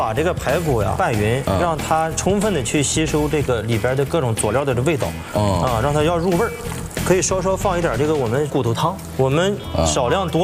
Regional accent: Chifeng, Inner Mongolia, China; moved away; 感受我们家乡赤峰的这个特色，

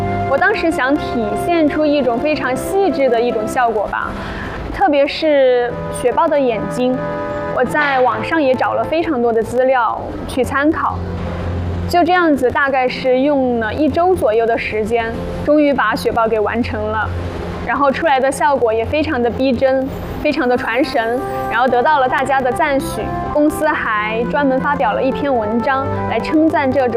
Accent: Zigong, Sichuan, China; 欢迎大家来我的家乡自贡观灯

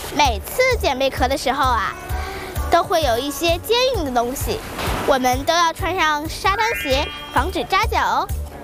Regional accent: Sanya, Hainan, China; 大家好，

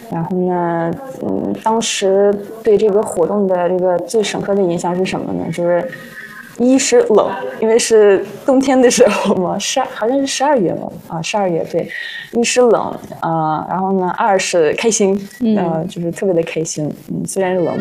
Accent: Russia; Chinese is a second language; now in China; 对，然后我们十个人当中就我一个外国人，对，就一个俄罗斯人。

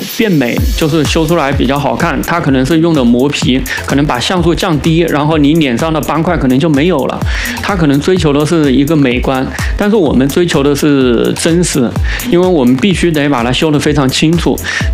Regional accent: China; 我们中国人

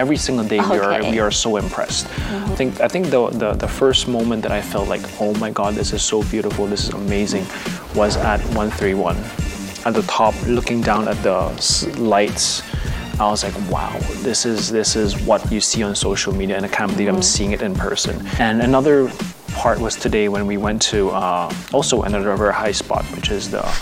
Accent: Hong Kong; also born or lived in Philippines; And I am actually a Chinese Filipino. I grew up in Hong Kong, but I was born in the Philippines. But by blood, I am actually full Chinese.

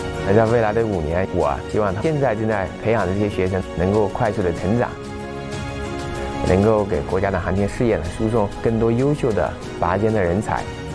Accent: China

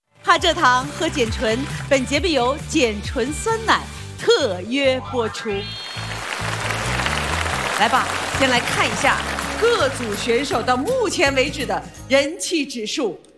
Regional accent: Suzhou, Jiangsu, China; 对，我老家在苏州，我们这能从北京吃到苏州去啊，都还没吃完呢。

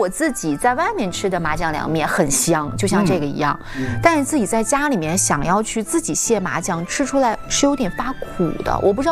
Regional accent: Shaanxi, China; accent: Shaanxi dialect; moved away; 让我想到了我老家的一种美食，叫荞面饸饹。我们陕西话说荞面饸饹

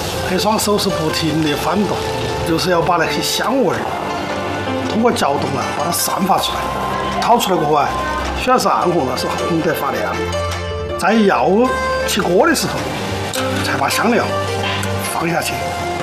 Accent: Chongqing, China; 我们重庆人

